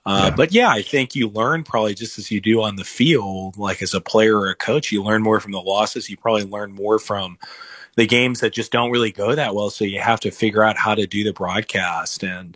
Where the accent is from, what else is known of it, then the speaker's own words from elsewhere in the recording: St. Louis, Missouri, United States; I'm from St. Louis